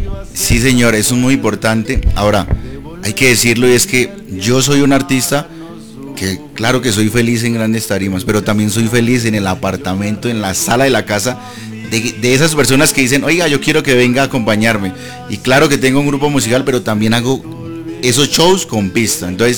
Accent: Boyacá, Colombia; siempre a cada parte de Colombia que voy, lo digo con mucho amor, soy boyacense porque somos personas llenas de cordialidad, de respeto por los demás.

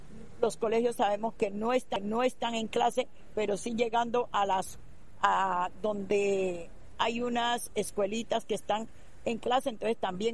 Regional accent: Buenaventura, Valle del Cauca, Colombia; Afectados somos todos los de Buenaventura

